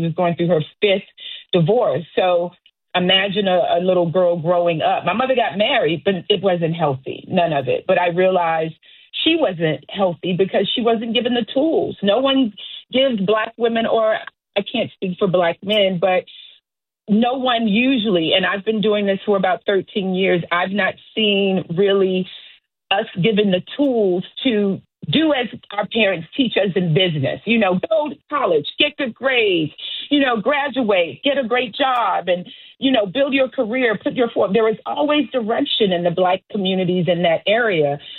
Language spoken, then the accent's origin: English; Memphis, Tennessee, United States; I'm from Memphis, Tennessee, Orange Mound. So I am from the inner city